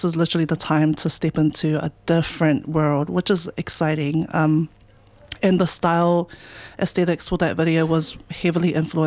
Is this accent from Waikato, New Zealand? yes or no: no; Auckland, New Zealand; coming from Avondale